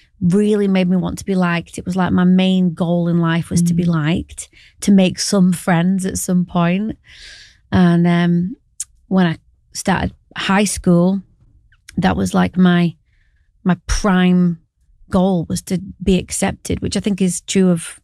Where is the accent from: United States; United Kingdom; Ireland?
United Kingdom; Barnsley, Yorkshire and the Humber; born there